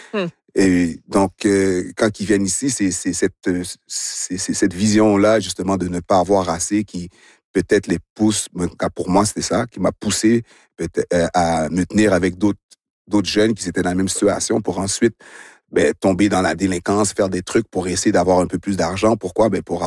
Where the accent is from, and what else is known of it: Montreal, Quebec, Canada; born or raised there